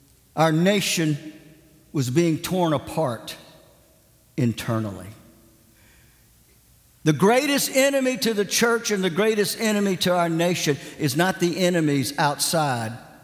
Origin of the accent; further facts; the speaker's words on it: United States; I'm an American. I love my country